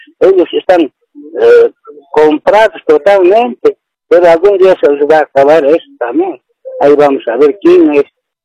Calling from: Cochabamba, Bolivia; Aquí te estoy llamando de Cochabamba, Valle Alto.

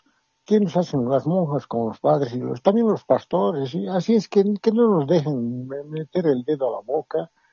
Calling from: Cochabamba, Bolivia; Desde Cochabamba

